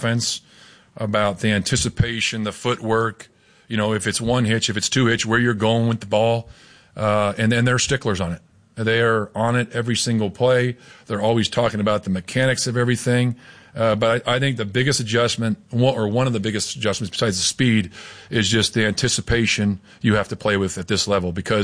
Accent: Novato, California, United States; I grew up in the Bay Area. I grew up in Novato.

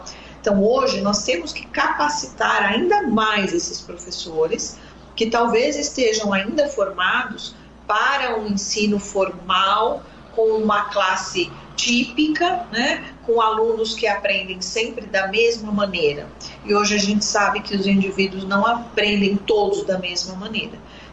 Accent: Santo André, São Paulo, Brazil; Eu sou de Santo André, então eu tenho clínica aqui em Santo André e uma clínica em São Paulo, lá na Vila Leopoldina.

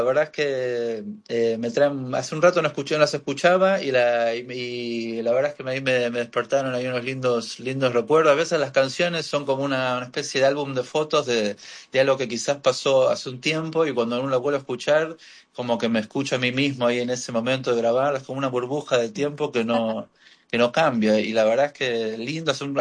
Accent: Buenos Aires, Argentina; accent: Argentine; moved away as an adult; also born or lived in Miami, Florida, United States; now in New York, United States; nací en Miami, no pasé mucho tiempo ahí de chico, crecí en Argentina, en Buenos Aires toda mi vida, me delata el acento.

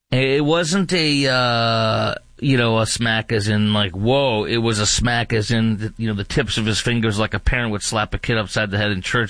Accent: Chicago, Illinois, United States; It's been so long since I've been to Wrigley Field, my hometown of Chicago, born and raised.

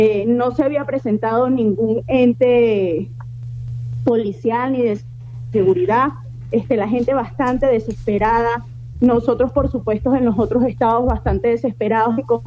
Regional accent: Venezuela; Como venezolanos necesitamos mucha ayuda

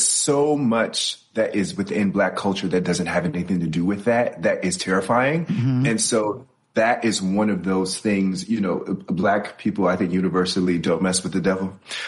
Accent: Chicago, Illinois, United States; you know, I'm from Chicago, so I had to make sure that the production was right for the hometown crew.

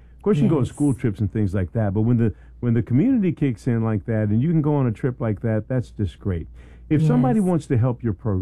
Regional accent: Philadelphia, Pennsylvania, United States; moved away; growing up in Philadelphia

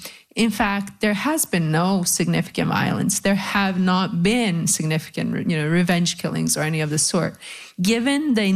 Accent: Canada; as a Canadian

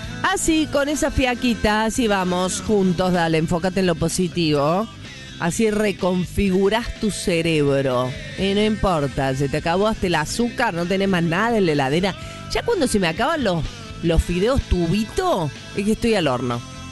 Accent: Argentina; cómo somos los argentinos.

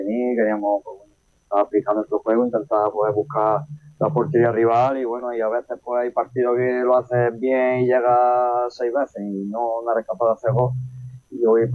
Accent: Andújar, Andalusia, Spain; mi primera experiencia también como entrenador con el equipo de mi pueblo

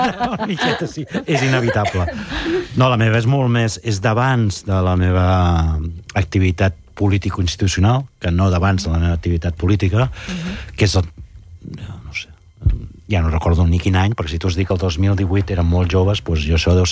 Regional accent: Sabadell, Catalonia, Spain; a l'oficina de reclutament de Sabadell, que era d'on soc i on vivia aquell moment

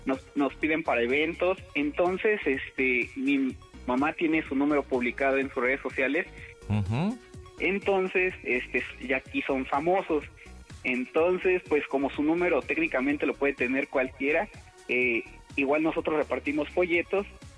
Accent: San Cristóbal de las Casas, Chiapas, Mexico; also born or lived in Mexico City; Es que a mi mamá se le ofrecieron trabajo y pues nos trajo.

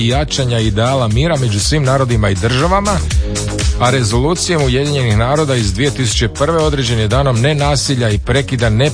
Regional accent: Zagorje, Croatia; Kaže se, kod nas u Zagorju

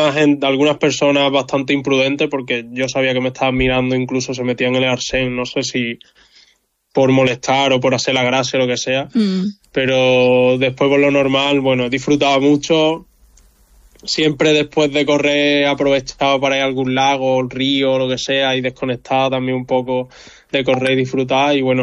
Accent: Teba, Andalusia, Spain; mi pueblo, a Teba, que me ha ayudado un montón

